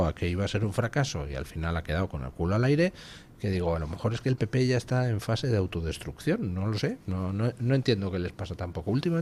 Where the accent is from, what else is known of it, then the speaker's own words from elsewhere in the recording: Spain; una cosa somos los españoles